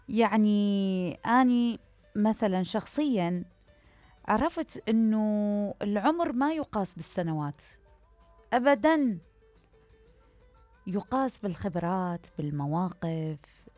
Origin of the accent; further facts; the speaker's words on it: Iraq; وخبراتنا هواية احنا كعراقيين اعتقد